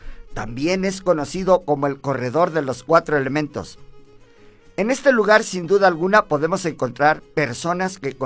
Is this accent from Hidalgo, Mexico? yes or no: yes; Hidalgo, Mexico; de los 84 municipios que comprenden a nuestro bello estado de Hidalgo